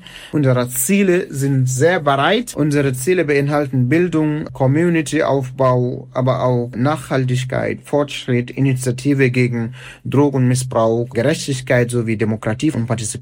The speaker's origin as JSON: {"language": "German", "country": "Gambia", "tie": "born or raised there", "second_language": "German", "moved": "yes", "lives_now": "Germany", "said": "Ich komme aus Gambia und ich habe eine sehr starke Verbundenheit zu diesem Land. Da ist meine Familie, da bin ich geboren, da habe ich meine ganze Kindheit gemacht."}